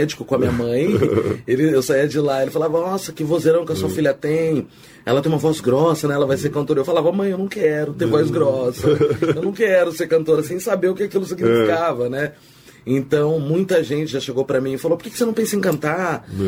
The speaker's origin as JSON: {"language": "Portuguese", "town": "Campinas", "region": "São Paulo", "country": "Brazil", "tie": "born or raised there", "said": "Cara, Vila Castelo Branco, prefiro chamar como Vila Bela. Uhum. E a Vila Bela é um bairro, né, periférico aqui de Campinas."}